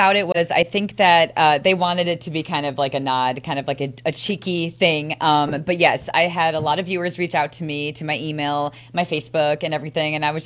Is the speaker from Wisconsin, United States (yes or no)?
yes; Franklin, Wisconsin, United States; now in Waukesha, United States; So, I mean, my heart is always a Southsider. I grew up in Franklin, so that's where my heart always will be.